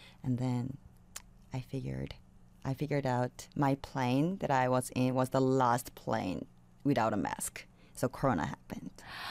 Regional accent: South Korea; because he always felt like I didn't have enough time growing up in Korea.

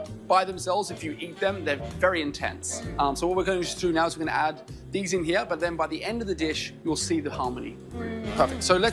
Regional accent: Australia; I come from Australia, and in Australia, we're quite a young country.

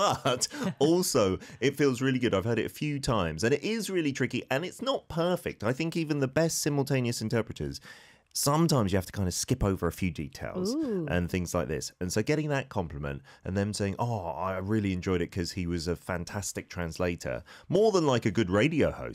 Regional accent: United Kingdom; moved away; I'm a British gentleman.

